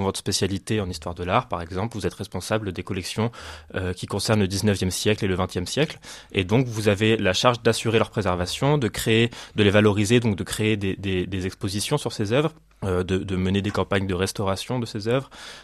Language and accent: French; Paris, Île-de-France, France; moved away as an adult; now in Châteauroux, France; J'ai grandi à Paris